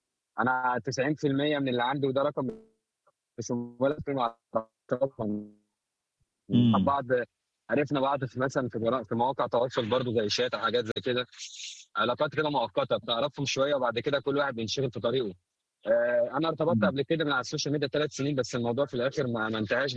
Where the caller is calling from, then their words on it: Monufia Governorate, Egypt; انا من المنوفيه